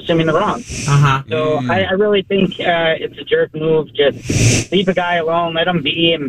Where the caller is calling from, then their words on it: South Milwaukee, Wisconsin, United States; I'm in South Milwaukee, too, bud.